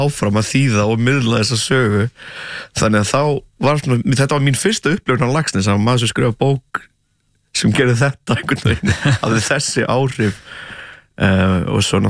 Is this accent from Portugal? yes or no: yes; Portugal; now in Iceland; Ég, eins og ég hef sagt svona 300 sinnum og fólk örgulega þreytt á þér að það náttúrulega ólst upp í Portugal.